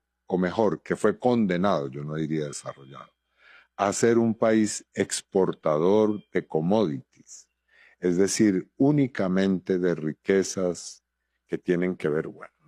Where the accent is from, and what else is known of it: Colombia